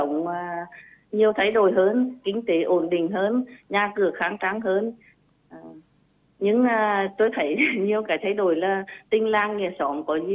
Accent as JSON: {"language": "Vietnamese", "town": "Môn Sơn", "region": "Nghệ An", "country": "Vietnam", "tie": "born or raised there", "said": "năm nay tôi 64 tuổi, quê tôi là Môn Sơn"}